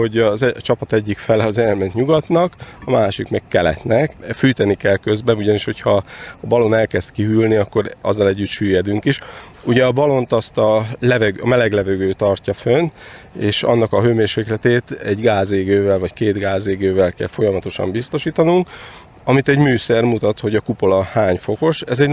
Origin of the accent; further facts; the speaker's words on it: Sopron, Győr-Moson-Sopron, Hungary; én Sopronból jöttem, és Sopron környékén szoktunk balonozni.